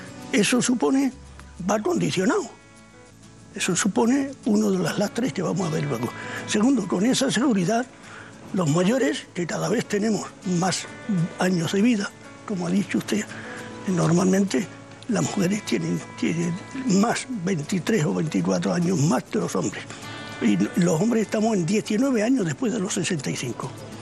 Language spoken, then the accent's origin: Spanish; Extremadura, Spain; En Extremadura, por desgracia, vivimos muchos años.